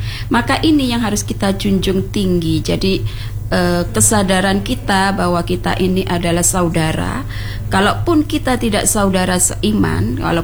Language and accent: Indonesian; Indonesia; Kita orang Indonesia, suku apapun, ya, agama apapun